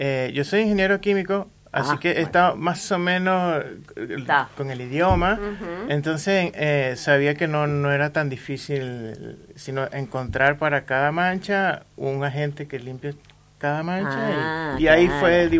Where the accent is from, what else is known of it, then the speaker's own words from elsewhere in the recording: Venezuela; moved away; Sí, somos importados de Venezuela, venimos.